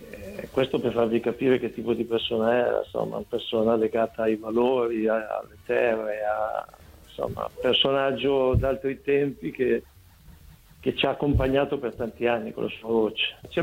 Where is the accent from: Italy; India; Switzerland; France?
Italy; Friuli-Venezia Giulia; io non sono un bevitore accanito, sono un friulano arrangiato.